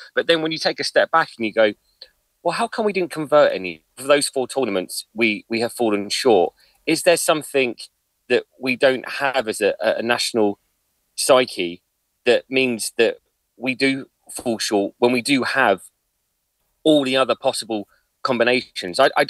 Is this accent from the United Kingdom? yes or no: yes; England, United Kingdom; we, as the English public